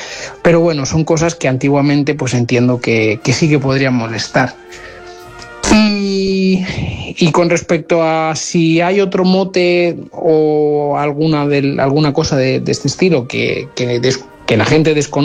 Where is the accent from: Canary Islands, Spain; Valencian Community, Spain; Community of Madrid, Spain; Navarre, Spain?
Valencian Community, Spain; Elda; Yo soy de Elda y en mi pueblo, los de Petrer particularmente, nos llaman cagalderos.